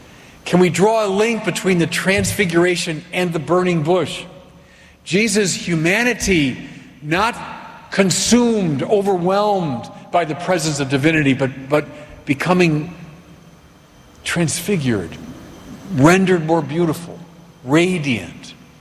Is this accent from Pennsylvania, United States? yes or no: no; Chicago, Illinois, United States; I'm from Chicago.